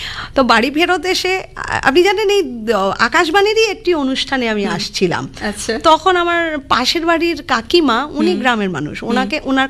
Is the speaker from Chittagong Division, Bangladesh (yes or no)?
yes; Chittagong, Chittagong Division, Bangladesh; আমি এখন যেখানে থাকি, দেখুন আমি চট্টগ্রামের মানুষ, কিন্তু আমি এখন যেখানে থাকি সেই মানে কমিউনিটিটা পুরোটাই সিলেটিদের কমিউনিটি।